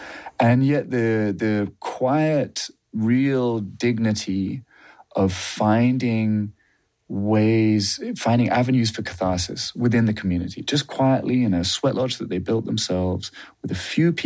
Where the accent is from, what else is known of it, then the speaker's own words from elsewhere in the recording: United Kingdom; And, you know, because I'm a Brit, I was nervous I was going to get dehydrated